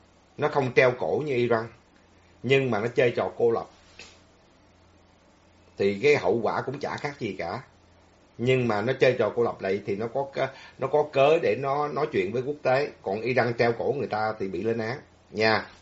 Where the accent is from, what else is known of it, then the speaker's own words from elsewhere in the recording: Southern Vietnam, Vietnam; Tôi là người gốc ẩm, tôi là người gốc Bắc, nhưng mà tôi sinh trưởng lớn lên ở miền Nam thì tôi dùng chữ miền Nam thôi.